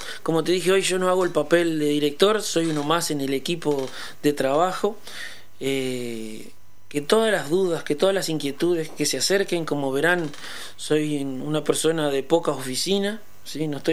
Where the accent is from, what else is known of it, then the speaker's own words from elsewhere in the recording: Rosario, Santa Fe, Argentina; moved away; soy de la ciudad de Rosario, no soy oriundo de Nueva Albesia